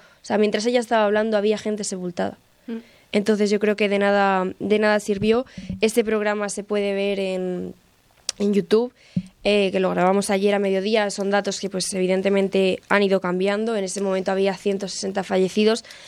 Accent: Spain; siendo española

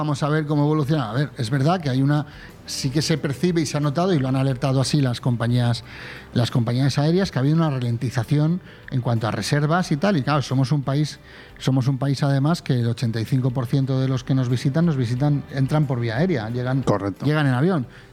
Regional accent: Spain; Y somos muchos más españoles viviendo...

